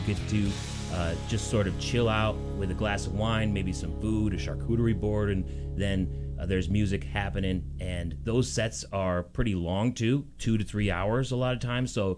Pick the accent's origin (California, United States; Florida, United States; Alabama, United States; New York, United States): New York, United States; Geneseo; moved away as an adult; now in Ithaca, United States; came back to this area, you know, where I grew up. I grew up in Geneseo